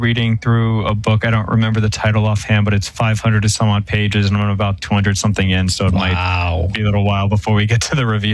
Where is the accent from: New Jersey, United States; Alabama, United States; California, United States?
New Jersey, United States; moved away; I'm originally from New Jersey